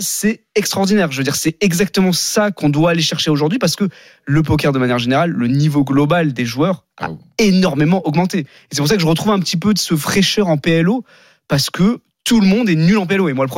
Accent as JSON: {"language": "French", "country": "France", "said": "nous, en tant que Français"}